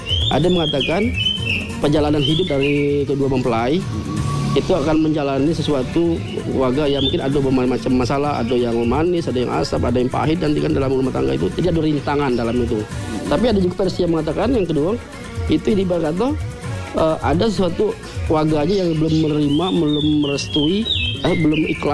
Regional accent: Bengkulu, Indonesia; Harusnya kita orang Bengkulu lebih mencintai dulu daripada orang lain

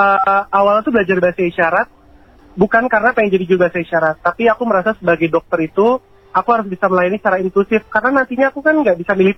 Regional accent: Jakarta, Indonesia; first language Indonesian; bahasa ibu aku, yaitu bahasa Indonesia yang aku kan lahir besar di Jakarta kan ya.

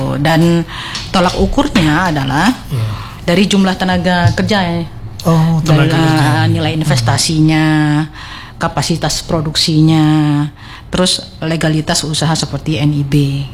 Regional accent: Bangka Belitung Islands, Indonesia; kemplang kalau kita orang Bangka ini kan.

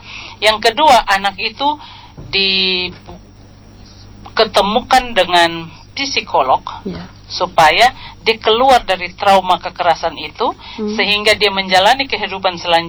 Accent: Kupang, East Nusa Tenggara, Indonesia; kalau bahasa kita orang Kupang

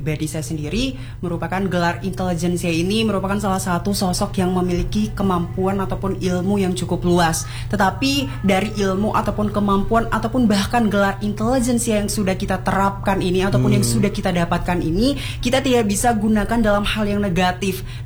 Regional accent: Bima, West Nusa Tenggara, Indonesia; now in East Java, Indonesia; Ya, jadi saya berasal dari Pulau Sumbawa di Nusa Tenggara Barat, tepatnya di Kota Bima.

